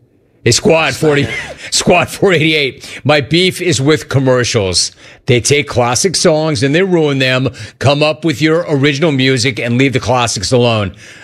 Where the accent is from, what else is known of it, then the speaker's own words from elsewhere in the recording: California, United States; And yes, I am from NoCal. Bro, you know there's a difference.